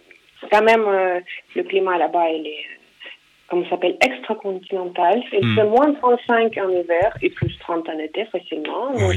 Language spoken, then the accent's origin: French; Novosibirsk, Novosibirsk Oblast, Russia; now in France; Moi, je viens de Sibérie.